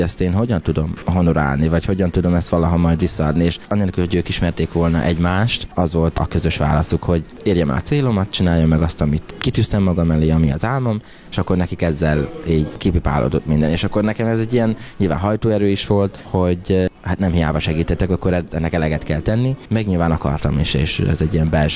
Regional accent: Kápolna, Heves, Hungary; Én Heves megyében, Kápolnán nőttem fel, egy zenész cigány családban, egy 7 gyermekes családban

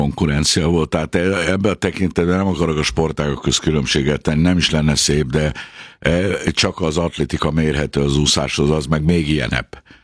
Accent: Hungary

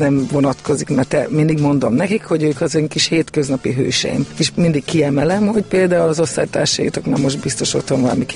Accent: Dunaújváros, Fejér, Hungary; now in Szentes, Hungary; még dunaújvárosiként is

